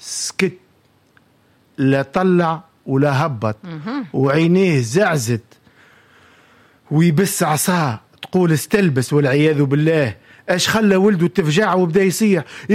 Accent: Tunisia; احنا تونسي ديما في جرة بعضه الشيء

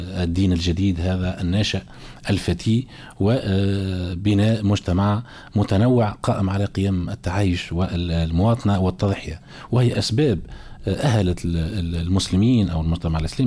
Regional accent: Tunisia; على بلدنا تونس

